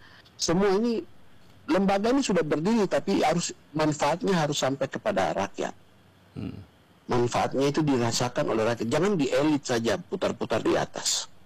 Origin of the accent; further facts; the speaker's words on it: Papua, Indonesia; kita orang Papua